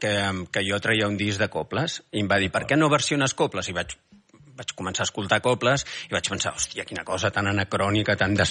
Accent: Barcelona, Catalonia, Spain; born there; now in Sant Quirze Safaja, Spain

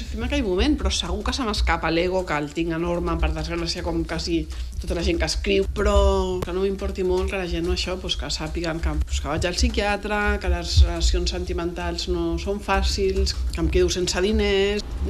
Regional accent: Catalonia, Spain; sóc molt catalana i m'hi sento

